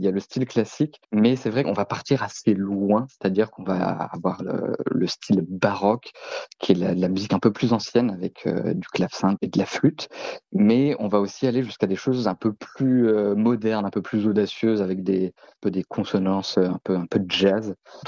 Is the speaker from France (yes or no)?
yes; Lannion, Brittany, France; Moi, en fait, je suis originaire de Lannion, un tout petit peu au nord de Lochinvel, de Belle-Île-en-Terre.